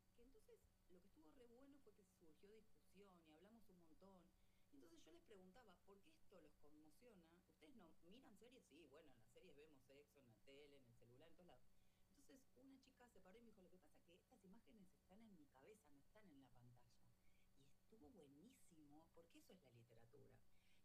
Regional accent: Argentina

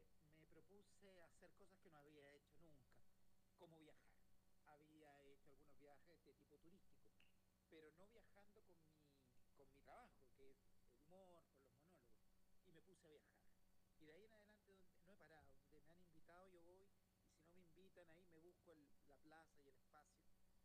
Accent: southern Chile, Chile; De donde yo vengo, yo soy del sur de Chile

